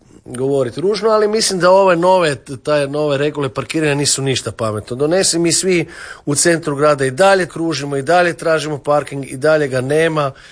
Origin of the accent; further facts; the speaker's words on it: Zagreb, City of Zagreb, Croatia; also born or lived in Vienna; rodio sam se ovdje 1970. godine i kak sam se tu zlegel, kak bi se reklo, ta naša ljubav traje od tog prvog dana. Rođen sam u Petrovoj bolnici sa 7 mjeseci, bio sam nedonošće